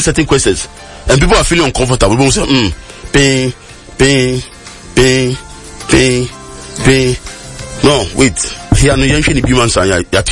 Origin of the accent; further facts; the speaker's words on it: Nigeria; I'm from Nigeria.